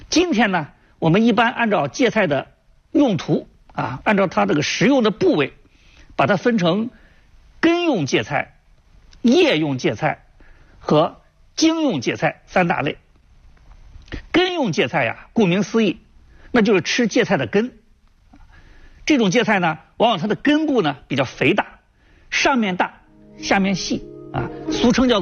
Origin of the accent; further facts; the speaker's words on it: China; 我们中国人